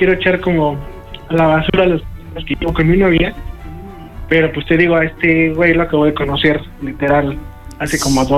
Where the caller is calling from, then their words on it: Ixtapaluca, State of Mexico, Mexico; Soy de Ixtapaluca